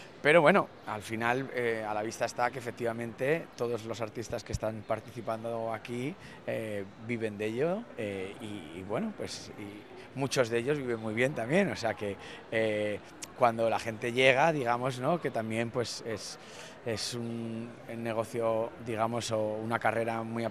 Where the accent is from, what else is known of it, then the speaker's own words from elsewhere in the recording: Madrid, Community of Madrid, Spain; Soy de Madrid, de Madrid.